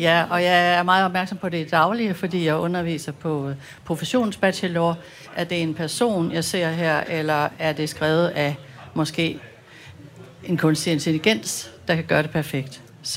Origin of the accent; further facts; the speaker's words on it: Aarhus, Central Denmark Region, Denmark; Og jeg kommer fra Aarhus.